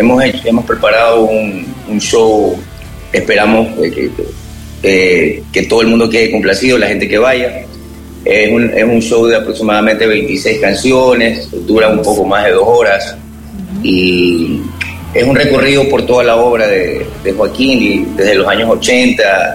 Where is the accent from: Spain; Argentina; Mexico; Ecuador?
Ecuador; Guayaquil, Guayas; todos somos de Guayaquil.